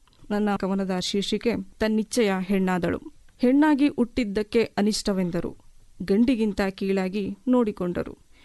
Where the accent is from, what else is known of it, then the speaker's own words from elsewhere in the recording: Mamballi, Karnataka, India; ತಾಯಿ ಶೋಭಾ. ನಮ್ಮೂರು ಚಾಮರಾಜನಗರ ಜಿಲ್ಲೆ ಯಳಂದೂರು ತಾಲೂಕಿನ ಮಾಂಬಳ್ಳಿ ಗ್ರಾಮ.